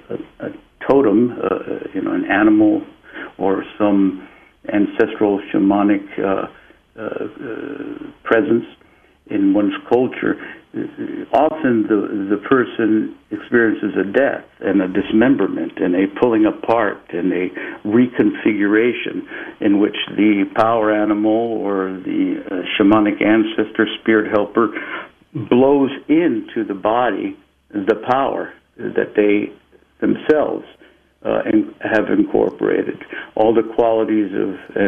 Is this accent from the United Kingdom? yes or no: no; Peru; English is a second language; moved away as an adult; now in United States; For I was born in Peru and lived continuously there until I was 18 when I came to the United States, and then returned every year to continue my apprenticeship 2 to 3 months a year with Don Celso in Salas.